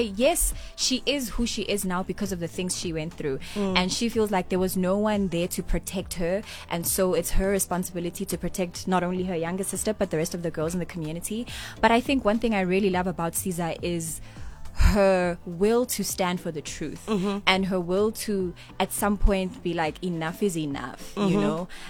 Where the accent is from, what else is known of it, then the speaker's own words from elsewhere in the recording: South Africa; a sense of empowerment as a South African woman, given the climate of the things that happen in our country